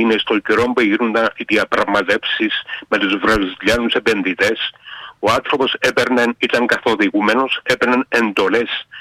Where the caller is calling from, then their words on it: Nicosia, Nicosia District, Cyprus; και είμαι από τη Λευκοσία.